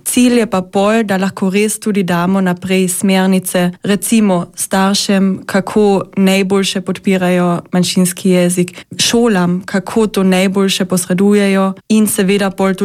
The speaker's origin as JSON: {"language": "Slovenian", "region": "Carinthia", "country": "Austria", "first_language": "Slovene", "said": "pri nas na Koroškem"}